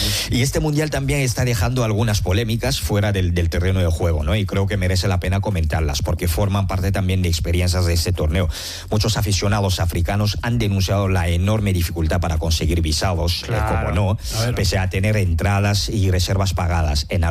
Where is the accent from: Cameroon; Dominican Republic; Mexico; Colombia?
Cameroon; Sí, hombre. Soy del Camerún.